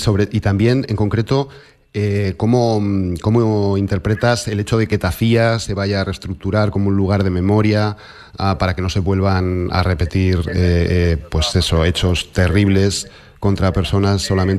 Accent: Logroño, La Rioja, Spain; Estuviste en Logroño, en mi pueblo, hace poco, ¿no?

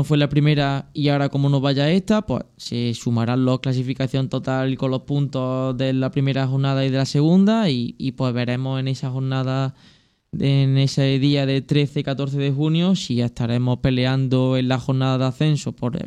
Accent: Andalusia, Spain; por mi tierra, de allí por el Valle de los Pedroches, Belalcázar, Hinojosa, etcétera.

